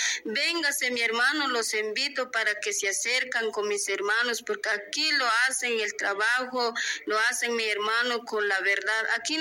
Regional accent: Almolonga, Quetzaltenango, Guatemala; yo soy de Almalunga, aquí vengo a visitar a mi hermano.

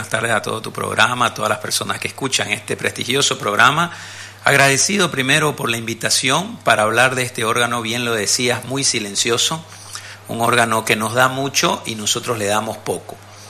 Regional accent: Bolivia; yo soy boliviano

